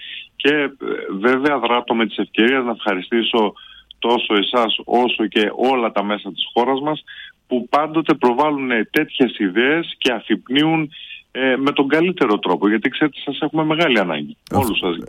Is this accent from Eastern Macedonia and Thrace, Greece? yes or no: no; Kilkis, Central Macedonia, Greece; λέγοντας ότι είμαι από το Κιλκής, μια όμορη πόλη της Θεσσαλονίκης